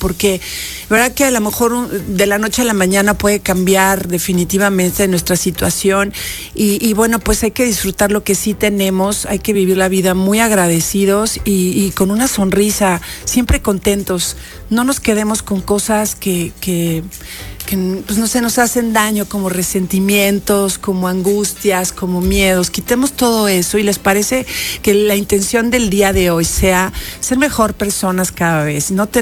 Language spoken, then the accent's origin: Spanish; Puebla, Mexico; o sea, yo soy Chivas y de Puebla.